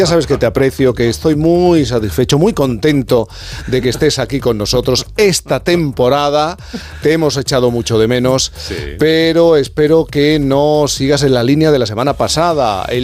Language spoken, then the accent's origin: Spanish; Jerez, Andalusia, Spain; si soy de la provincia, si soy de Jerez, si soy de la provincia de Cádiz, el salado es lo que me va a mí